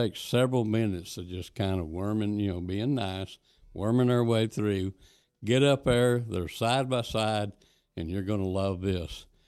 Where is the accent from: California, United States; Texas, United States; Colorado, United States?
Texas, United States; Lubbock; no, I'm from Texas. And he said, no doubt your accent confirms that. Where are you from? Lubbock.